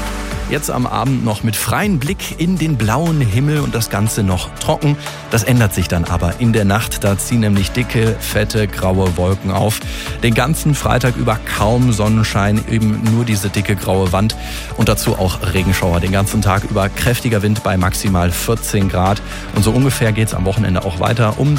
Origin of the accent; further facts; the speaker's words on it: Willingen, Hesse, Germany; Podcast heißt Nui Jü, ab nach Willingen. Ich nehme euch mit in meine Heimat